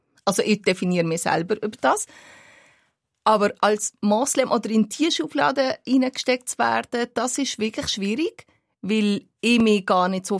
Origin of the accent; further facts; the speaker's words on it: Albania; Ja, aber ich bin ja nicht aus einem arabischen Land, ich bin aus Albanien.